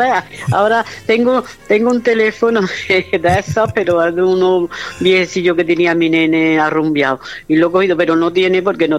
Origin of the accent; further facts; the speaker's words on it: Córdoba, Andalusia, Spain; Además soy … de Córdoba.